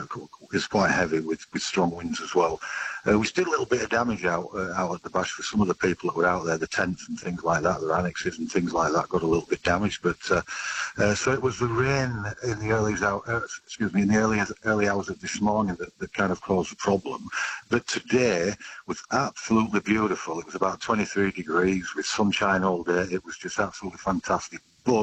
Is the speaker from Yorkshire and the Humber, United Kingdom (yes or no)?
yes; Yorkshire and the Humber, United Kingdom; now in Australia; Yeah, it is the Northern Hemisphere, and it's the north of England. Yeah, I'm actually from Yorkshire in the north of England.